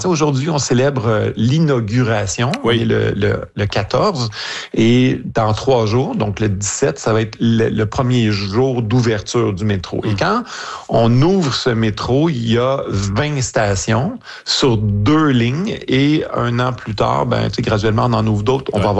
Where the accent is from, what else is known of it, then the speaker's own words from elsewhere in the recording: Montreal, Quebec, Canada; Chez nous à Montréal, c'est le maire Sarteau Fournier qui est le maire de Montréal.